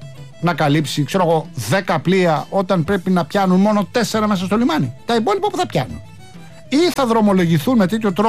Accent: Rafina, Attica, Greece; Απλώς, εντάξει, στην περίπτωση αυτή είναι και ο τόπος μου και μαθαίνω 5 πράγματα παραπάνω. Τώρα, αφήνουμε τα της Ραφίνας.

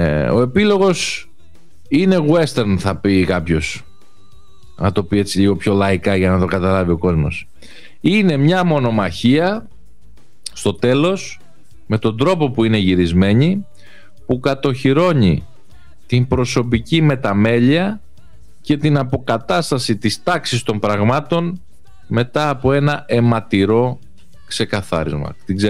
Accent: Corfu, Ionian Islands, Greece; ξεχνάνε βέβαια την πατρίδα μου την Κέρκυρα

